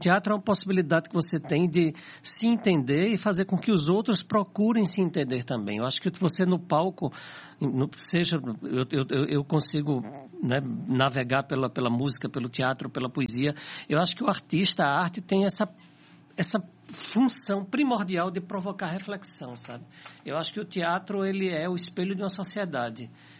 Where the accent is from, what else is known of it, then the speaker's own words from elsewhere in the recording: João Pessoa, Paraíba, Brazil; born there; now in Recife, Brazil; Então, eu nasci em João Pessoa. Eu estou com 61 a 60 anos atrás. João Pessoa era uma cidade muito pequenininha, né?